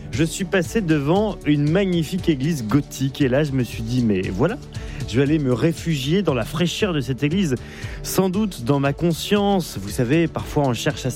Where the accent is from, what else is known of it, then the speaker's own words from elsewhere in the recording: Brest, Brittany, France; J'ai grandi à Brest, quand le mercure dépassait les 24-25, on appelait ça canicule.